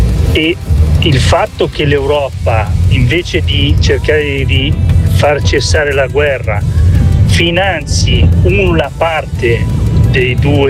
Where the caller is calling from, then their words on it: Milan, Lombardy, Italy; Buongiorno … da Milano.